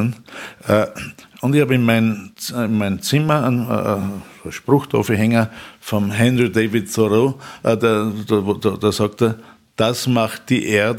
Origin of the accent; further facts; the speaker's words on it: Upper Austria, Austria; aber wenn ich in meine Heimat fahre, da fängt dann der Kobernausserwald an und so, da wird schon sehr hügelig und waldig.